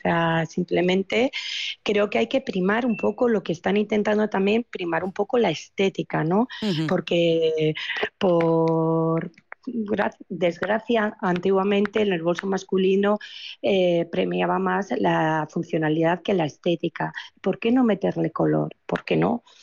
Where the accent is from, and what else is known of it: Basque Country, Spain